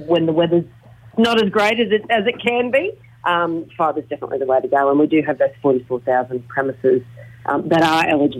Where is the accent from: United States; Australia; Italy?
Australia; Townsville, Queensland; I grew up in Townsville, and I still recall being chased by magpies